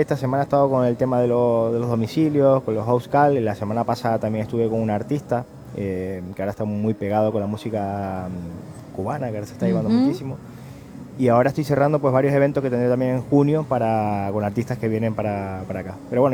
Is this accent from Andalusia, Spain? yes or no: no; Canary Islands, Spain; yo me siento más canario que el gofio. Uh-huh. Y tiro mucho por mi tierra, tiro mucho por mi gente.